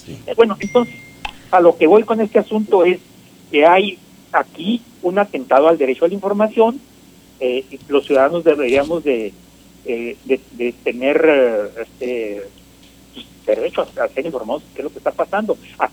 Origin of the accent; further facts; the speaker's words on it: Mexico; nos debería tener muy ocupados como mexicanos